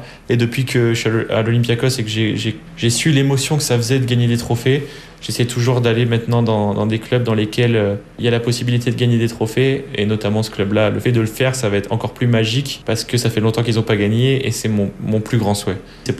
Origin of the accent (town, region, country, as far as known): France; moved away